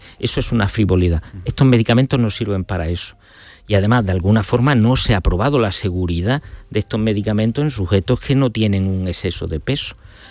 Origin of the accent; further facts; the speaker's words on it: Montoro, Andalusia, Spain; No, soy cordobés, nací en Montoro.